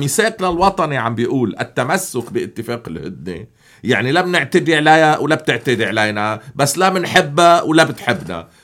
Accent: Lebanon; عندنا بلبنان موجودة،

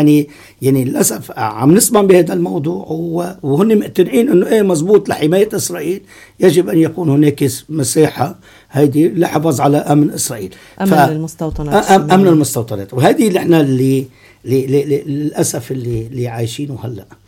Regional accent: Lebanon; نحن ما بنزعل كلبنانيين

